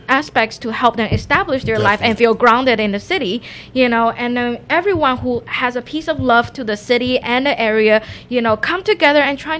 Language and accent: English; Taiwan; English is a second language; I'm from Taiwan, and in Taiwan we don't know much about refugee, but we're big on education